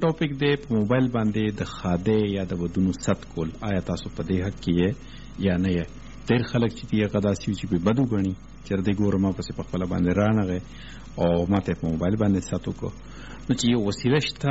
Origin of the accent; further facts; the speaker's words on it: Mardan, Khyber Pakhtunkhwa, Pakistan; now in Tarbela, Pakistan; زه اوس د مردان یم په تربیله کې اوسېږم